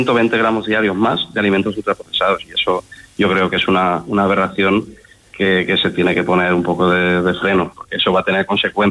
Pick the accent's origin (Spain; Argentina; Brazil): Spain; Valencia, Valencian Community